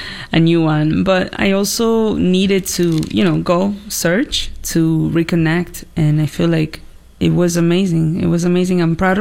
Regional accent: Piedmont, Italy; accent: Piemontese; moved away as an adult; also born or lived in Dominican Republic; you speak Italian so well. And I'm like, well, I did schools here and yeah, I grew up here.

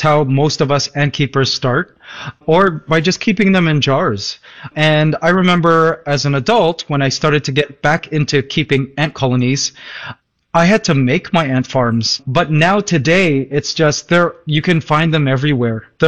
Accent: Canada; born or raised there; now in Philippines

